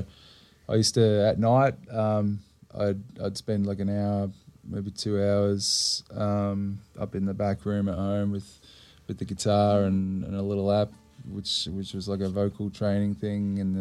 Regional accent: Melbourne, Victoria, Australia; So I grew up in Croydon South, out in the east. And shortly after uni, nicked off to London and over to overseas to do a bit of travelling.

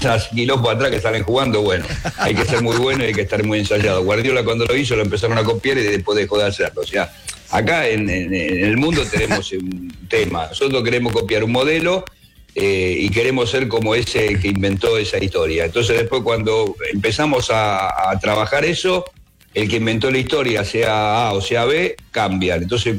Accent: Buenos Aires, Argentina; Yo me crié en Boedo, un barrio muy típico de Buenos Aires, un barrio porteño muy, muy conocido.

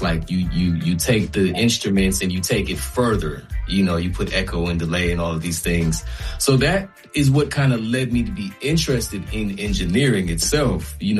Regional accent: Florida, United States; moved away as an adult; now in Ohio, United States; I'm from Florida actually as well. So I'm not from Ohio. Even though my dad was kind of living in Ohio, I went to college in Florida.

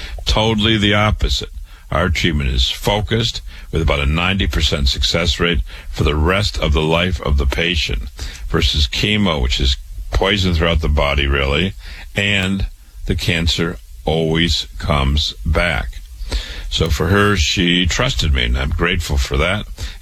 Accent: Waterloo, Iowa, United States; I was born and raised in Waterloo, Iowa.

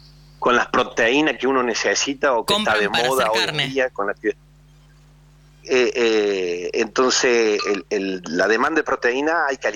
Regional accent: Córdoba, Argentina; moved away as an adult; now in Río Negro, Argentina; soy de Córdoba.

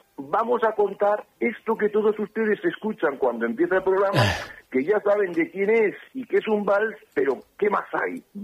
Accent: Zaragoza, Aragon, Spain; De donde yo soy, Zaragoza

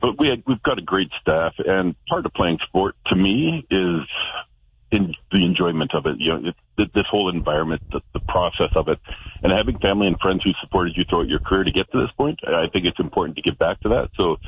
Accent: Winnipeg, Manitoba, Canada; I'm from Winnipeg, so I work with Basketball Manitoba there

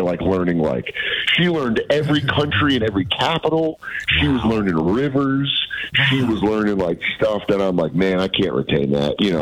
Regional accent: Aurora, Colorado, United States; Yeah, I grew up in Aurora.

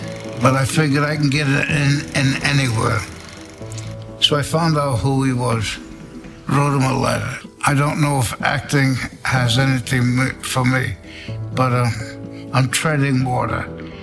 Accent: New York City, New York, United States; born there; I was born in Corona, Queens, New York.

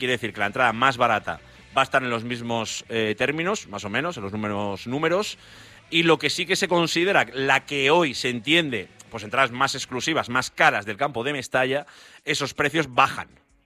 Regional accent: Valencia, Valencian Community, Spain

